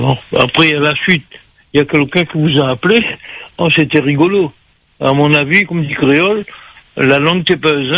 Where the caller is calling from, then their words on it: Perpignan, Occitanie, France; Je vous appelle de Perpignan.